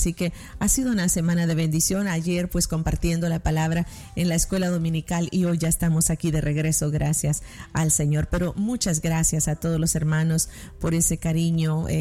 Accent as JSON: {"language": "Spanish", "country": "El Salvador", "moved": "yes", "said": "En mi país, El Salvador, le llamamos zapotes"}